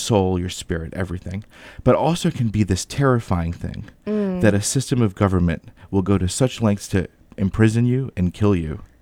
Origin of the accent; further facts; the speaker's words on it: Albania; English is a second language; now in United States; And so I'm an immigrant to the U.S. So mm-hmm. I came from Albania. I don't know how much you might know about Albania.